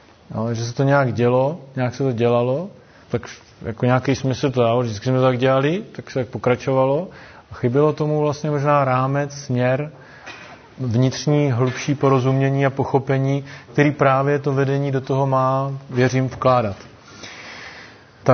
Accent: Brno, South Moravian Region, Czechia; Jsem původně z Brna, co bych ještě řekl, dělal jsem vězeňského kapla na nějaký čas

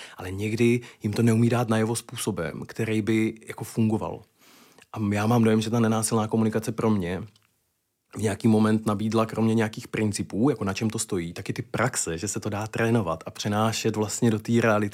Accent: Zlín Region, Czechia; A já jsem kluk z Valašska

